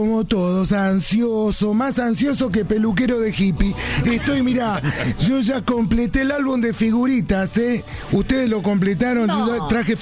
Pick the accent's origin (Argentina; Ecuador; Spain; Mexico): Argentina; son las cosas que nos marcan siendo argentino